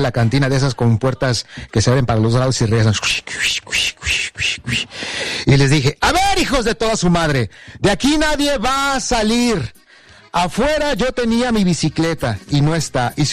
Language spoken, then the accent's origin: Spanish; Mexico City, Mexico; also born or lived in Aguascalientes; somos del DF, somos del DF.